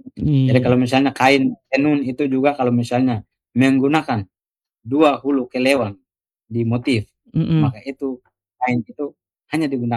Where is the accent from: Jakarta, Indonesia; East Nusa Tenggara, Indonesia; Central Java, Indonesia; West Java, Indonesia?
East Nusa Tenggara, Indonesia; Mataru; Ya, jadi moko itu kalau kami orang Mataru ketika mau menari cakalele, lego-lego dan adat apa saja itu sangat penting digunakan.